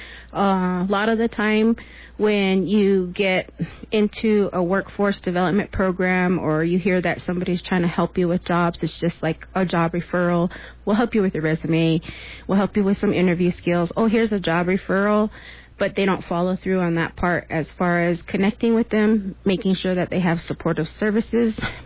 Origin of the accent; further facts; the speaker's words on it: Mishongnovi, Arizona, United States; I'm from the Pumpkin Clan from the village of Masangnavi.